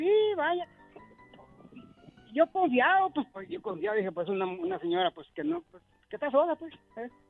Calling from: Puerta de Mango, Nayarit, Mexico; En Puerta de Mango, yo soy de Puerta de Mango.

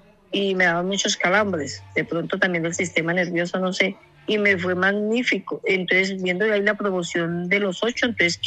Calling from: Calarcá, Quindío, Colombia; De aquí de Calarcá, del Eje Cafetero, Quindío.

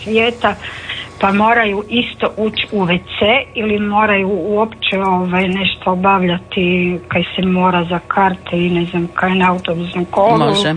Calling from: Zagreb, City of Zagreb, Croatia; Ja sam stara Zagrepčanka

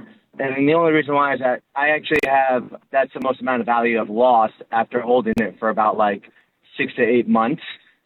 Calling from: New York, United States; from New York.

